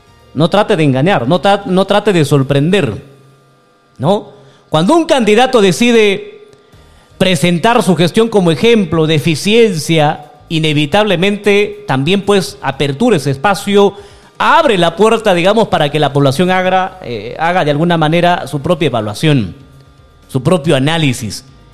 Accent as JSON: {"language": "Spanish", "area": "Cutervo province", "region": "Cajamarca", "country": "Peru"}